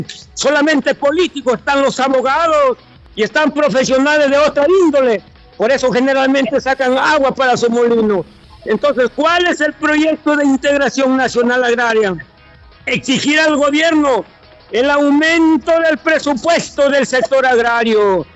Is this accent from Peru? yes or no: yes; Peru; mi pueblo peruano